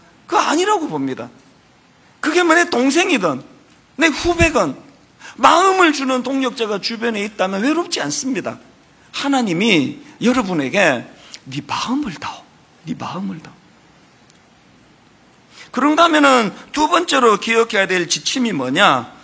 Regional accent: Gyeongsang, South Korea; 저는 경상도에서 태어났거든요. 딱 나서 보니까 부모님이 그 지역에서 살고 계시더라고요. 그래서 저도 이제 경상도 사람인데요.

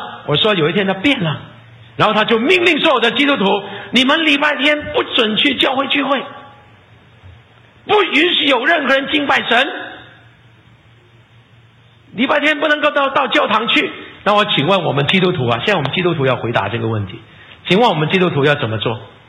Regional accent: China; 我真的讲特别我们是中国人呢、在我们中国啊，

